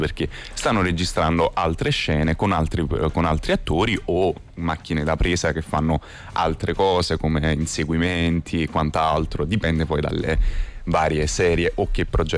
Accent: Naples, Campania, Italy; Io sono originario di Napoli.

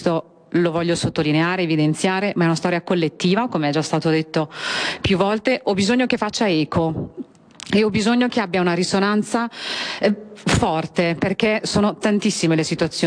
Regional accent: Emilia-Romagna, Italy; also born or lived in Pakistan / Novellara; sono cresciuta nella pianura emiliana, più o meno sempre nella bassa reggiana. Gli ultimi miei anni dell'adolescenza, diciamo avvicinandomi all'età adulta, li ho fatti proprio a Novellara

